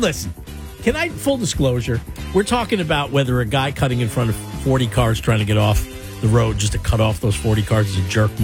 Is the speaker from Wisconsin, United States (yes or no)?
no; New York City, New York, United States; moved away; I was born and raised in Staten Island. I would travel back to see family.